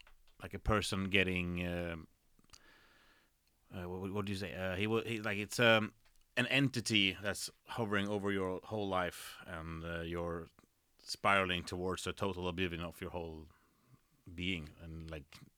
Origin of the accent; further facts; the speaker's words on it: Nyköping, Södermanland, Sweden; I'm not from the Gothenburg area. I'm from Nyköping, so that's 1 hour south of Stockholm.